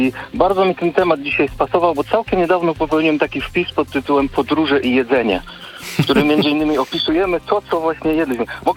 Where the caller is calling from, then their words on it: England, United Kingdom; dzwonię do was z Anglii, ale w tej Anglii to przebywam tylko tak czasami, dlatego że jeździmy po całym świecie, jeździmy ciągle